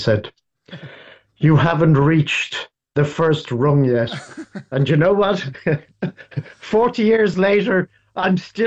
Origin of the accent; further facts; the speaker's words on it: Dublin, Leinster, Ireland; a Passionist brother when I was growing up in Dublin.